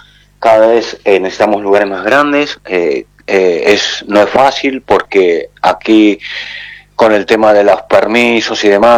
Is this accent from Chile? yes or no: no; Argentina; now in Barcelona, Spain; así somos los argentinos.